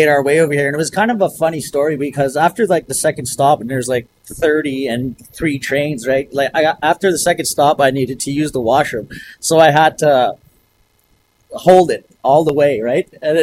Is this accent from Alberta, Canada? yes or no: no; Dillon, Saskatchewan, Canada; I actually, I'm from Saskatchewan, northern Saskatchewan, a little place called Dillon.